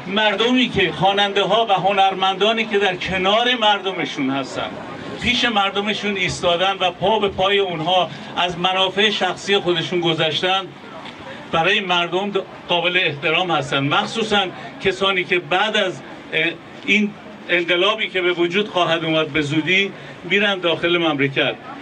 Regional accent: Iran; moved away; من 44 ساله که از وطنم دورم

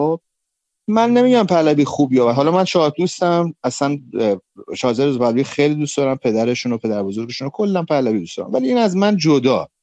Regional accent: Karaj, Alborz, Iran; اما من بچه کرجم، بچه محله خودمو میشناسم،

